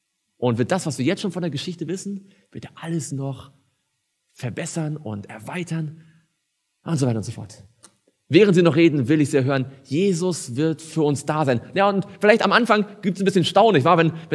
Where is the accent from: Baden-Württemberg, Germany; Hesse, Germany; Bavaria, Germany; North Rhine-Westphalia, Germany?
Baden-Württemberg, Germany; Stuttgart